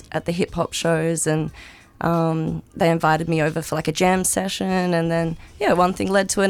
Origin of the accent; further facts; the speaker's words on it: Darwin, Northern Territory, Australia; now in Melbourne, Australia; as some of you may know, as many of you don't. I moved to Melbourne 2 years ago from Darwin.